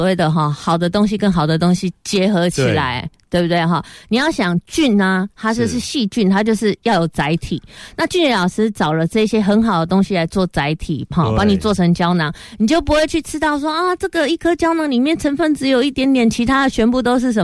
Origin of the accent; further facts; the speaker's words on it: Taiwan